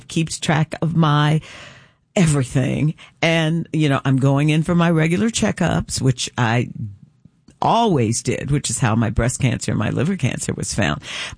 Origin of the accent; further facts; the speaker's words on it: Louisville, Kentucky, United States; So, you know, I grew up in Smoketown in Louisville, Kentucky.